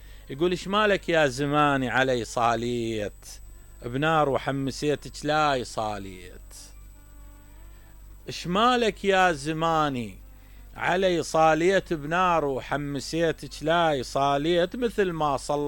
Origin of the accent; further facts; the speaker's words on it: Southern Iraq, Iraq; أكو مثل معروف عندنا في الجنوب معروف عند أغلب العراقيين